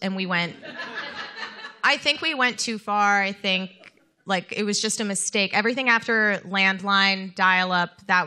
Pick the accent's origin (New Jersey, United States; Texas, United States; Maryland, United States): New Jersey, United States; I'm from New Jersey